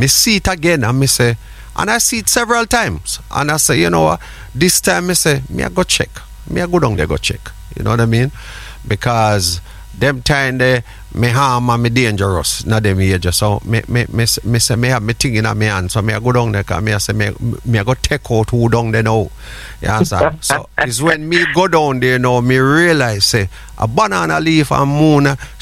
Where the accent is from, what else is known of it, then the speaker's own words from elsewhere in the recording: Jamaica; while growing up in Jamaica